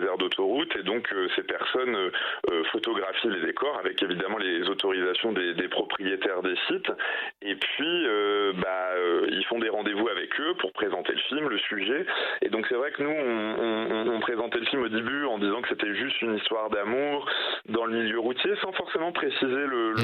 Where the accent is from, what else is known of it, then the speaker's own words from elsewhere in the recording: Normandy, France; now in Paris, France; Et vivant à Paris, parce que j'y vis depuis 10 ans, j'ai quitté la Normandie